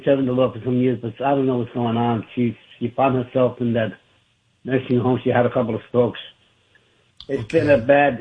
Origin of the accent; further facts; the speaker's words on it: New York, United States; I'm out here in Florida. I'm originally from New York. It's a long story.